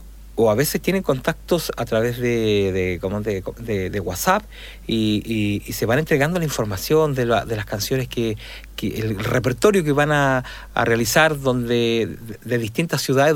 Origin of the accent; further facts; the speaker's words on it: Chile; del cumpleaños de nuestra patria